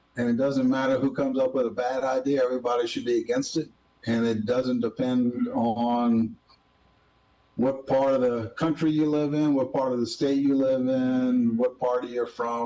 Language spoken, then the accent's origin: English; Gonzales, United States; I was going to say I grew up in Gonzales, but maybe we already covered that.